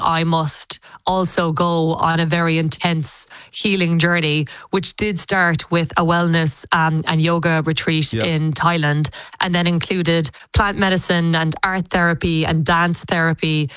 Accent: Clonakilty, Munster, Ireland; Yeah, you know, I'm from Clonakilty. You know, my parents own O'Neill's Butcher Shop on the main street there. And it has always been a safe place for me.

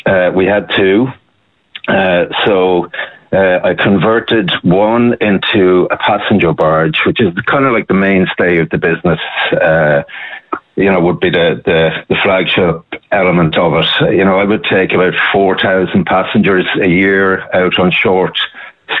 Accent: Naas, Leinster, Ireland; I grew up in Naas in Kildare, and in Kildare, you know, you're never far from a canal in Kildare.

